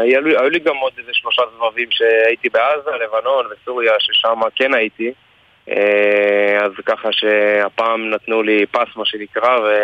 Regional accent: Southern District, Israel; אני במקרה מהדרום, אז בכלל, מקיבוץ

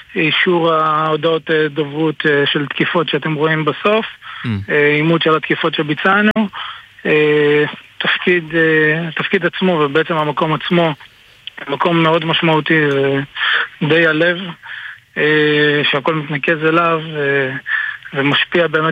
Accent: Southern District, Israel; אז אני מהדרום, משרת כקצין אגם בחממה, חמל האש של פיקוד הדרום, ופה מתחילת המלחמה.

